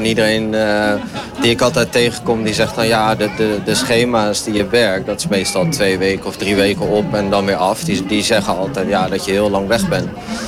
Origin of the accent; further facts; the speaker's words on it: Rotterdam, South Holland, Netherlands; Dus ik kom uit Rotterdam, ik woon in Rotterdam.